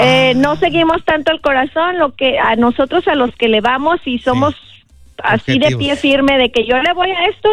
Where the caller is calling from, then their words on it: Mexico; Yo soy mexicana.